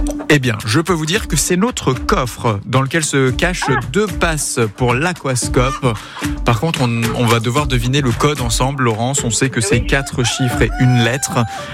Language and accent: French; Normandy, France; moved away; Moi je vous avoue, je suis originaire de Normandie